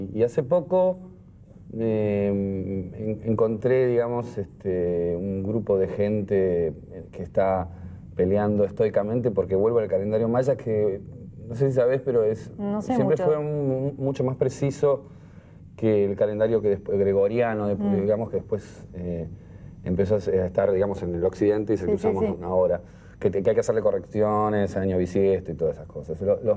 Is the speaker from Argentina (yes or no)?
yes; Buenos Aires, Argentina; born there; Nací en Barracas hace 46 años.